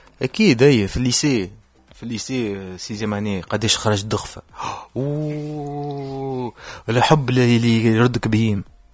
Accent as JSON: {"language": "Arabic", "country": "Syria", "said": "فما طفلة اسمها راشا فرد عمرها أنا وياها من سوريا."}